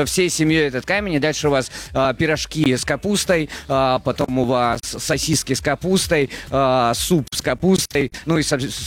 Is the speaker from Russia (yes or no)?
yes; Moscow, Russia; я истинный, как бы сказал, москвич, но я скажу как миллениал, коренной миллениал.